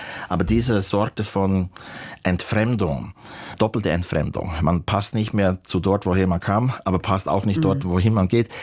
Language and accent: German; Bern, Switzerland; moved away; Ich bin da im Berner Oberland aufgewachsen. Das war damals und dort möglich. Quasi auf dem Land konnte man irgendwie leben